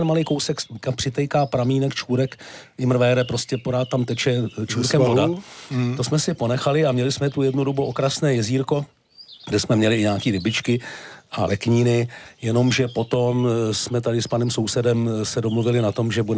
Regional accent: Ukraine; now in Czechia; Že dávno, dávno, jak jsem chodili Ukrajinci hledat práci, hledat výdělek, tak se tady přímo v obci objevil příbuzný někoho, kdo už tady byl.

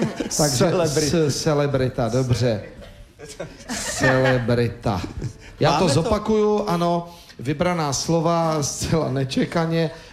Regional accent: Český Těšín, Moravian-Silesian Region, Czechia; tak tím, že jsem vyrůstal v Českém Těšíně, je to 100 metrů do polských hranic

